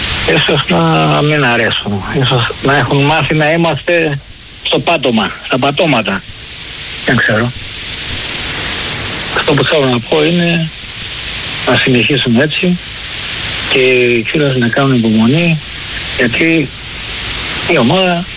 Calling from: Melissia, Attica, Greece; από τα Μελίσια.

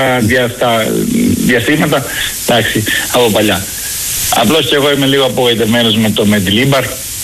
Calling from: Plakias, Crete, Greece; από Πλακιά.

